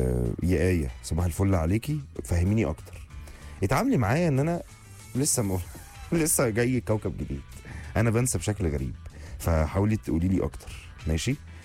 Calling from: Alexandria, Alexandria Governorate, Egypt; من اسكندريه، مساء الخير يا يوسف.

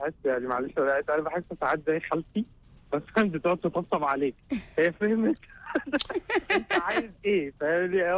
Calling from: United Arab Emirates; ايوه من الامارات.

